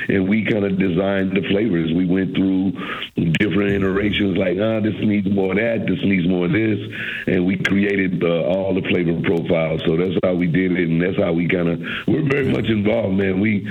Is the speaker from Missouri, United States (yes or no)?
yes; St. Louis, Missouri, United States; I'm from St. Louis